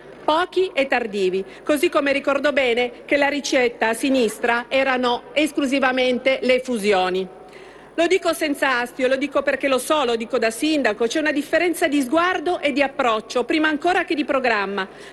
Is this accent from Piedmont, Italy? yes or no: yes; Cuneo, Piedmont, Italy; lo dico da piemontese, da cuneese